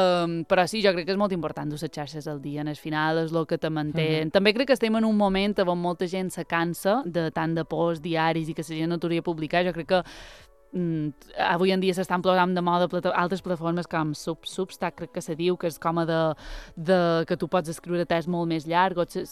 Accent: Petra, Balearic Islands, Spain; Mira que sóc de Petra i la verbena de Petra és bona.

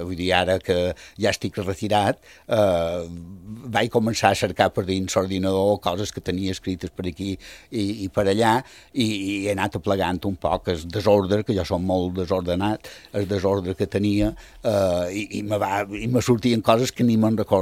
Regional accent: Porreres, Balearic Islands, Spain; la del meu poble, la de Porreres

